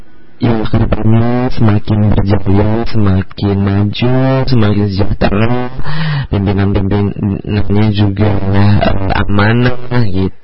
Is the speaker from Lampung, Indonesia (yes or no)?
no; Surakarta, Central Java, Indonesia; Terus kalau misalkan di Solo itu tuh ya teman berdua karena kebetulan aku dari Solo.